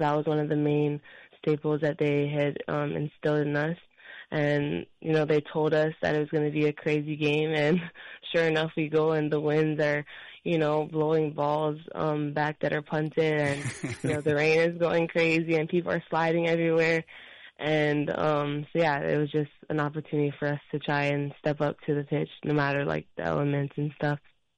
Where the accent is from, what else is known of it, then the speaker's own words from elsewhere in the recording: Hawaii, United States; moved away as an adult; come home and represent my home state and my hometown